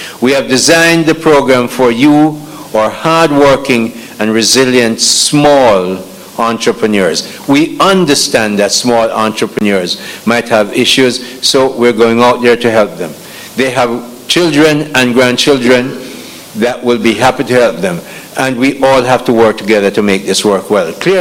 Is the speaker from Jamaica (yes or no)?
yes; Southfield, St. Elizabeth, Jamaica; I am from Southfield, which is right next door.